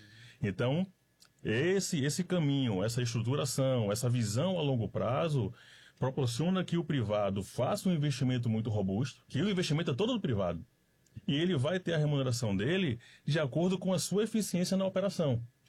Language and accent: Portuguese; Salvador, Bahia, Brazil; moved away as an adult; now in Porto Alegre, Brazil; eu sou de Salvador, sou baiano, estou aqui há 4 anos.